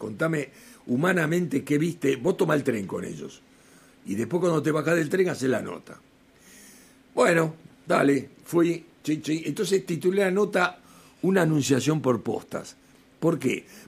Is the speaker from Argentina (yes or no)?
yes; San Telmo, Buenos Aires, Argentina; born there; San Telmo los sábados, y a Boca, yo nací en San Telmo.